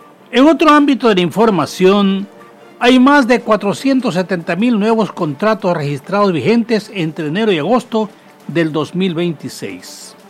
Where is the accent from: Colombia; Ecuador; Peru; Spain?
Ecuador; Galápagos; moved away; Gracias por sintonizarnos allá en mi pueblo, San Cristóbal, Galápagos.